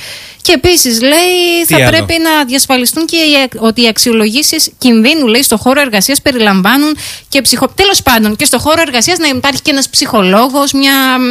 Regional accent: Greece; moved away; Κάθε φορά που επιστρέφω στον τόπο μου, ρε παιδί μου, γιατί εκεί γεννήθηκα, εκεί μεγάλωσαν

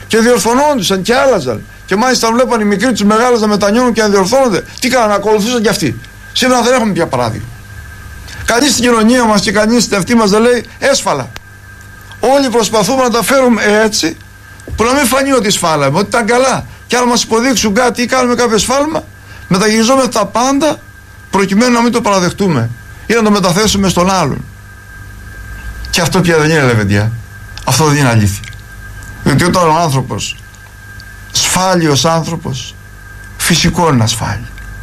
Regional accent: Peloponnese, Greece; θυμάμαι στα μέρη μας σε ένα χωριό εκεί, στα Αρκαδία

